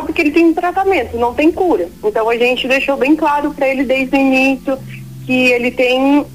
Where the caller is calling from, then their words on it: Limeira, São Paulo, Brazil; Padre, eu sou aqui de Limeira.